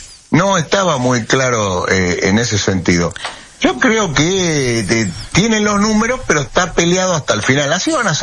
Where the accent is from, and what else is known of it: Salta, Argentina